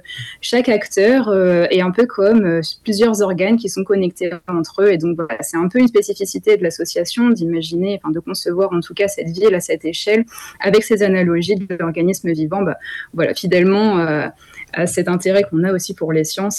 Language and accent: French; Île-de-France, France; now in Toulouse, France; Non, je suis de région parisienne et je suis descendue à Toulouse il y a 5 ans.